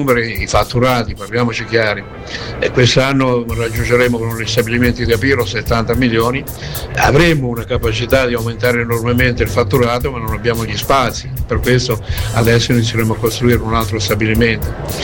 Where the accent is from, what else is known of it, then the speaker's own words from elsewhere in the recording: Marche, Italy; Essere marchigiano, ma sono orgoglioso di esserlo.